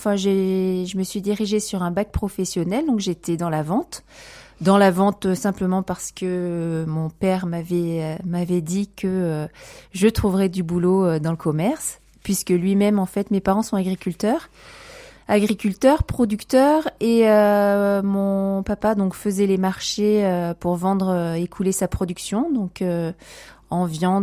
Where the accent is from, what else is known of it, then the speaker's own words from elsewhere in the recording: Solignac-sur-Loire, Auvergne-Rhône-Alpes, France; also born or lived in Le Puy-en-Velay; now in Polignac, France; Alors je suis une pure souche de Haute-Loire, donc je suis née au Puy-en-Velay. J'ai passé mon enfance sur Solignac-sur-Loire, plus précisément dans le plus beau village juste à côté, à Gisou. Petit village d'une centaine d'habitants avec en prime la cascade de la Baume.